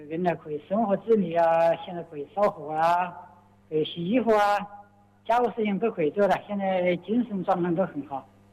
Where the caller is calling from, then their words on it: Xiantao, Hubei, China; 我现在罗河的。